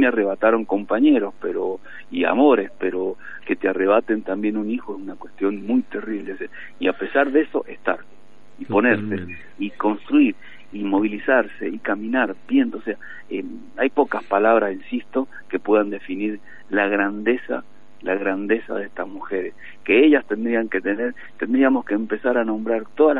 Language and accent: Spanish; Argentina; lo que nos está faltando en estos momentos como patria, como nación, como argentino, es algún referente político que nos aglutine.